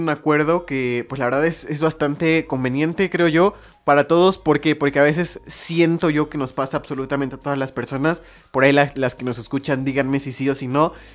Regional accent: Mexico

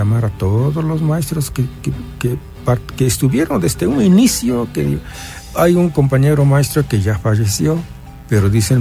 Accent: Mixteca, Mexico; moved away; allá en la Mixteca, pues precisamente en mi pueblo

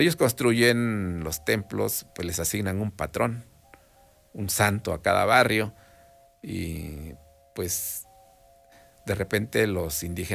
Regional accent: Los Reyes, Mexico; En el caso de mi barrio, Los Reyes, pues decimos, yo soy de Los Reyes. Pero Los Reyes tiene un nombre prehispánico que es Xoquitlán.

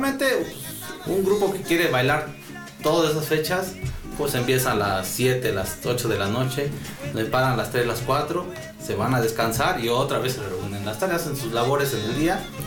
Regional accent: Mexico; todos como mexicanos, porque todos tenemos tradiciones.

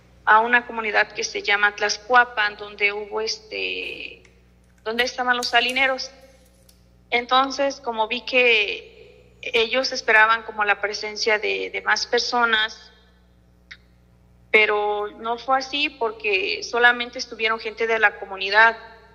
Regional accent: San José Tetla, Puebla, Mexico; soy originaria de San José Tetla

